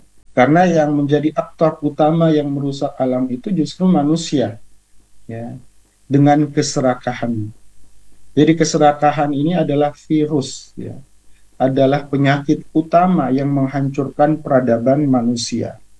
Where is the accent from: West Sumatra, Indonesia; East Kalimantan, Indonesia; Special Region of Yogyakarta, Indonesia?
East Kalimantan, Indonesia; saya juga putra Kalimantan, saya lahir di Berau, tumbuh sampai remaja di Kabupaten Berau.